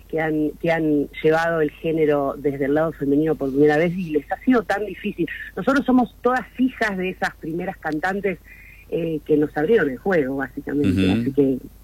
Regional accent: Mar del Plata, Buenos Aires Province, Argentina; Yo soy maragata y cuando salgo fuera de Mar del Plata vengo de la ciudad de Astor.

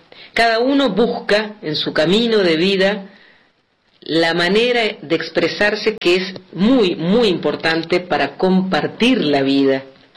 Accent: La Plata, Buenos Aires Province, Argentina; born there; also born or lived in Neuquén; now in Londres, Argentina; nacida en La Plata, soy docente, viví muchos años en Neuquén y viví años en otras partes también. En este momento vivo en Londres, departamento de Belén, provincia de Catamarca.

